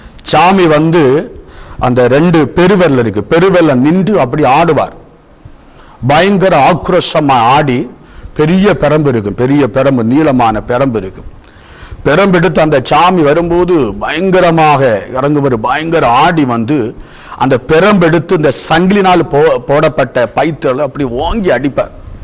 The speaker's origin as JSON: {"language": "Tamil", "town": "Kollancode", "region": "Tamil Nadu", "country": "India", "tie": "born or raised there"}